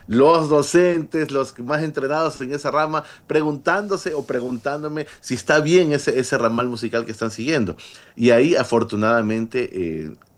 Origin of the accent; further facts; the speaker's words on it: Ecuador; Soy el primer ecuatoriano como artista principal en la historia nominado al Grammy americano